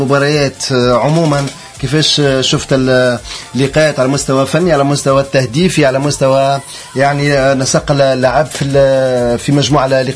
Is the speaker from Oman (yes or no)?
no; Tunisia